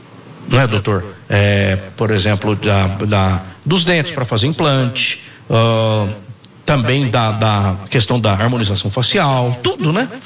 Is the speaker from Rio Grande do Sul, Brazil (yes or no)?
no; São Sebastião do Paraíso, Minas Gerais, Brazil; Eu sou de São Sebastião do Paraíso